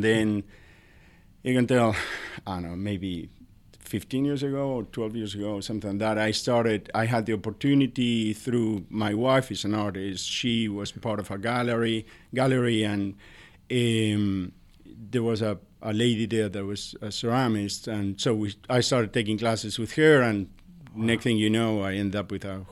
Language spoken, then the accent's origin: English; Patagonia, Argentina; moved away; My family, we are from Argentina. My daughters were born there too. And we are from the southern part of the country, from Patagonia.